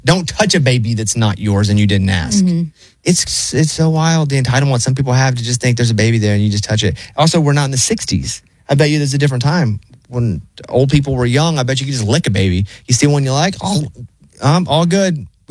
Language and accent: English; the South, United States; Okay, I grew up in the South. It's very common.